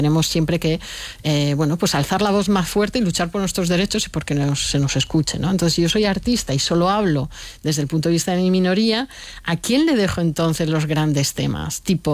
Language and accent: Spanish; Alicante, Valencian Community, Spain; Yo creo que primero porque soy de Alicante, porque no vivo en Madrid